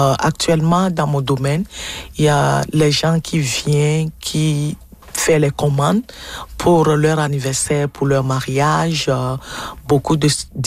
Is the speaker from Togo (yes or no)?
yes; Togo; je suis togolaise et puis mes parents sont des Togolais.